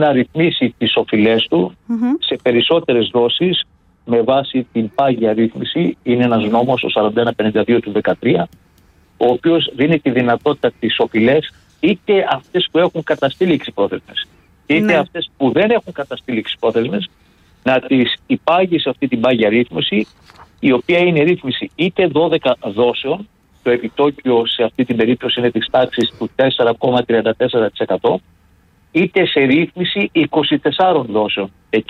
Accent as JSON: {"language": "Greek", "town": "Spetses", "region": "Attica", "country": "Greece", "said": "Έχετε επαφή από τις Σπέτσες? Έχετε επαφή με το νησί μου?"}